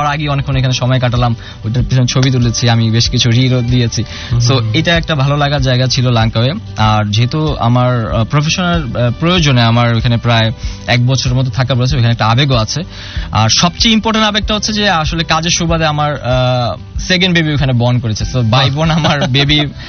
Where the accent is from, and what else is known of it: Bangladesh